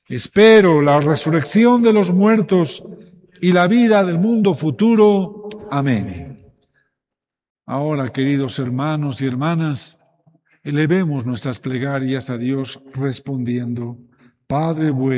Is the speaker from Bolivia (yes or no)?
yes; Bolivia; como bolivianos y bolivianas que somos